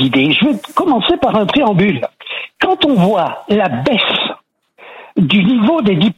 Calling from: Saint-Beauzire, Auvergne-Rhône-Alpes, France; J'habite à Saint-Bosire.

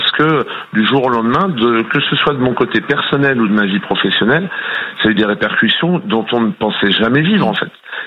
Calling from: Cholet, Pays de la Loire, France; Je vous appelle de Cholet, dans le Maine-et-Loire.

